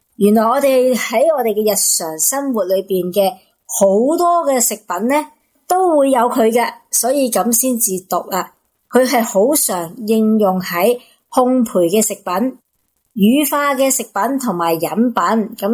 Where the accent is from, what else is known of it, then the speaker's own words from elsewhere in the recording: Hong Kong; 我哋香港人好多咧翻工一族啊